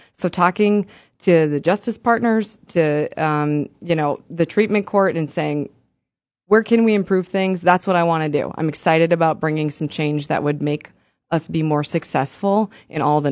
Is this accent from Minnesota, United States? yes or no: yes; Moorhead, Minnesota, United States; I'm born and raised in Moorhead. I'm a local kid